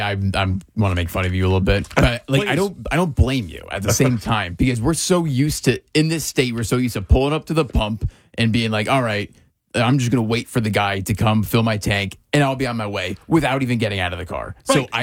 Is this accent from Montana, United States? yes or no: no; New Jersey, United States; I'm from New Jersey